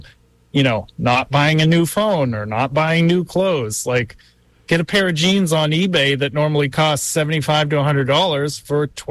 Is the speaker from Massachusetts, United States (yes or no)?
yes; Massachusetts, United States; I'm from Massachusetts with all the salt.